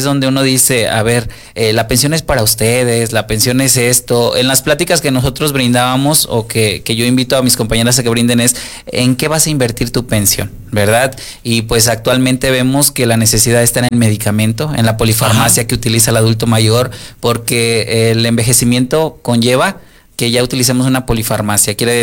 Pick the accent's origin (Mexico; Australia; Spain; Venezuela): Mexico; Llanitos; yo, por ejemplo, de donde soy, de Llanitos